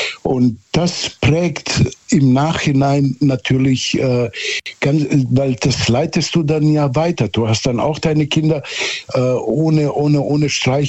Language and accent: German; Southern Germany, Germany; born or raised there